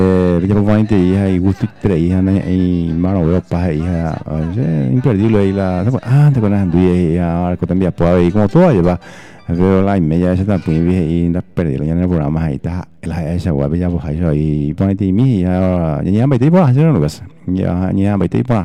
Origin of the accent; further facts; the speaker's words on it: Paraguay; ya cumplí ya llevo como buen paraguayo paraguayo costilla